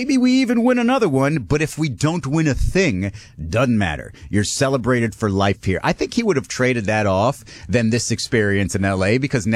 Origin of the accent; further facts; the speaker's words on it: Los Angeles, California, United States; LA, my hometown, super attractive.